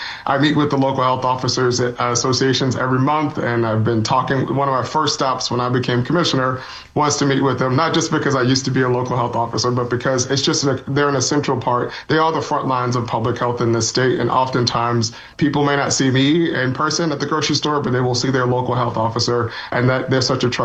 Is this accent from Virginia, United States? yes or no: yes; Richmond, Virginia, United States; Certainly being a young kid growing up in Richmond, Virginia, and just seeing firsthand in my own family and those that I went to school with, the differences in health outcomes